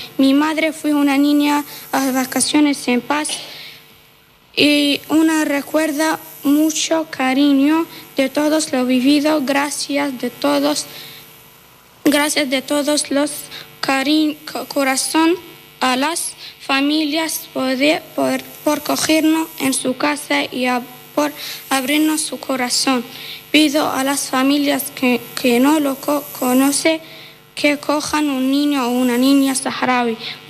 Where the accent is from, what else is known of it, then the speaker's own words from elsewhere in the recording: Tindouf, Tindouf Province, Algeria; born there; Spanish is a second language; Yo soy saharaui, ya nací en el desierto, en los campamentos de refugiados de Tindouf, Argelia.